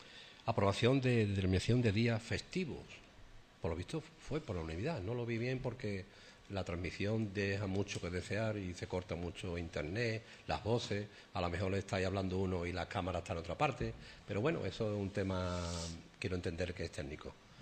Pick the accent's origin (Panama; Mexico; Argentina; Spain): Spain; Sanlúcar, Andalusia; que soy persona de Sanlúcar como tal